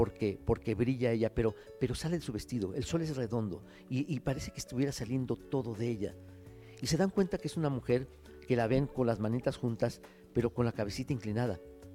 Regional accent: Mexico

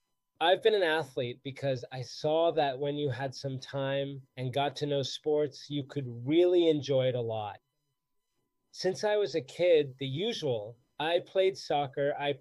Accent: Spain; now in Madrid, Spain; I'm a priest of Opus Dei. I'm from Spain. I live in Madrid.

